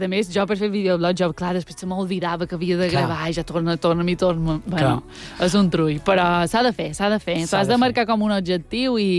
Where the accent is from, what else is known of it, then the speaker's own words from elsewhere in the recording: Petra, Balearic Islands, Spain; sóc de Petra